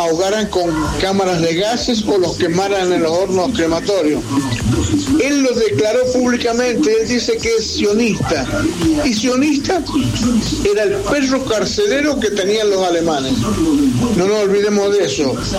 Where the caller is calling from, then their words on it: Godoy Cruz, Mendoza, Argentina; Hola Nicolás, buenos días … de Godoy Cruz.